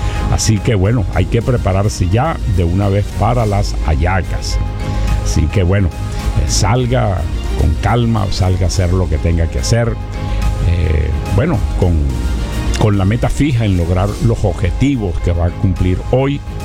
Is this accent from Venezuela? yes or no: yes; Venezuela; como somos los venezolanos. Gente de paz, gente alegre, gente solidaria